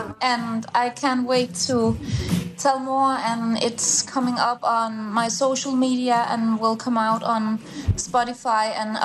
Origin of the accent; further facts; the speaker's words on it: Denmark; I'm a pop artist from Denmark. And even I'm from Denmark